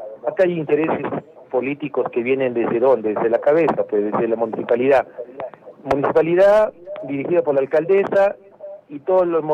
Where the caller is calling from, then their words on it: Arequipa, Peru; somos arequipeños pues de cepa, no somos arequipeños de, como que decían antiguamente, de cuartillo